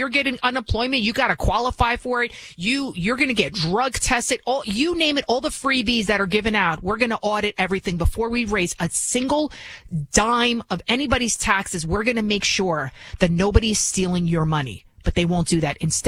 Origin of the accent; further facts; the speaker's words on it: Bronx, New York, United States; Where I'm from in the Bronx, right? You could probably tell I'm from the Bronx originally. That neighborhood used to be all Irish, all Catholic. Then it became a little bit Puerto Rican. Now it's all Muslim.